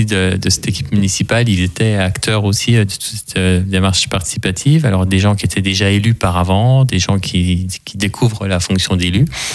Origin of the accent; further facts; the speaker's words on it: La Bresse, Grand Est, France; je suis bressot, j'ai toujours habité à la Bresse, j'ai grandi à la Bresse, j'ai été à l'école et j'ai été dans beaucoup de clubs sportifs à la Bresse. Aujourd'hui, j'ai 41 ans, j'ai deux enfants, je suis marié.